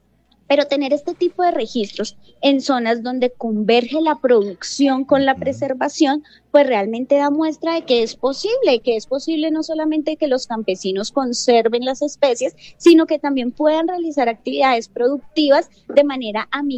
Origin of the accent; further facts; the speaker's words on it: Huila, Colombia; como huilenses y como colombianos